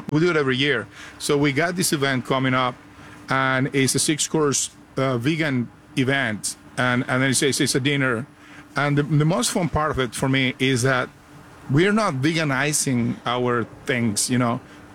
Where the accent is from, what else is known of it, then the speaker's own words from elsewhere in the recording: northern Mexico, Mexico; Well, you know, you will be surprised because, like I'm telling you, we're from the north. So we're 2 hours from Laredo, Texas.